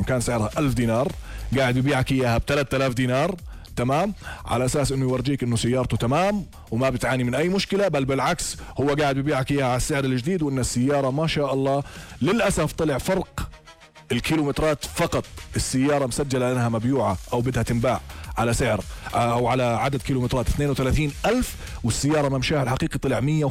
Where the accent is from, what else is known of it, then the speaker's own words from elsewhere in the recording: Jordan; عندنا في الأردن